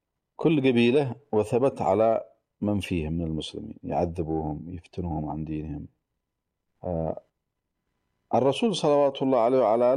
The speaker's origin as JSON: {"language": "Arabic", "town": "Sanaa", "region": "Amanat Al Asimah", "country": "Yemen", "said": "عندنا في صنعاء، وصنعاء جوها لطيف يعني"}